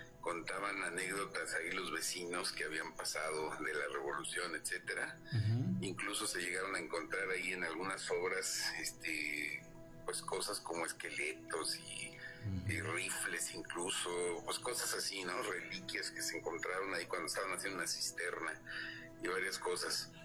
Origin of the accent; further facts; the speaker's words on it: Cuernavaca, Morelos, Mexico; now in Aguascalientes, Mexico; yo y mi familia es originaria de Cuernavaca. Yo viví toda mi vida en Cuernavaca y vivíamos en una casa vieja, en una casa que tenía historia en el centro